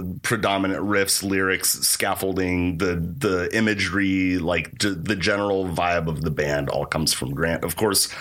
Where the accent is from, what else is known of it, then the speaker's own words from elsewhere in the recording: Colorado, United States; You know, growing up in Colorado, I always gravitated towards like summer activities, like hiking, camping, backpacking.